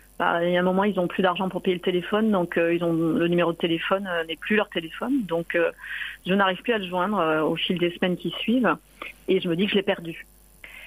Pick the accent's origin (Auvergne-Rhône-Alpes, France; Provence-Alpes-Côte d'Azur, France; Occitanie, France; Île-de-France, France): Provence-Alpes-Côte d'Azur, France; Marseille; parce que moi je viens de Marseille et donc on vient sur des très courtes périodes